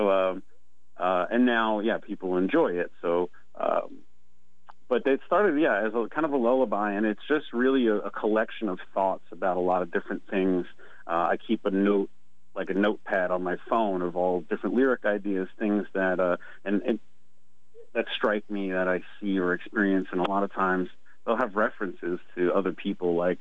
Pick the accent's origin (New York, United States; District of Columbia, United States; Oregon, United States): New York, United States; As a New Yorker, it was... it was actually kind of a joke.